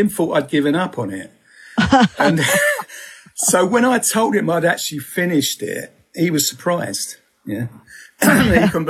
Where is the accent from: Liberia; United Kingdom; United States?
United Kingdom; Peckham, London; born or raised there; accent: Southeast London